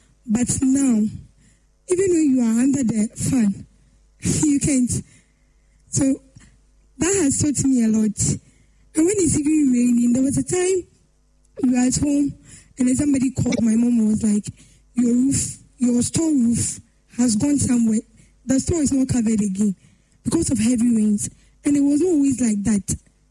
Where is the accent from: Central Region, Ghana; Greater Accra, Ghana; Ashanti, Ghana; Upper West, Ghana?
Upper West, Ghana; We are from the Upper West region.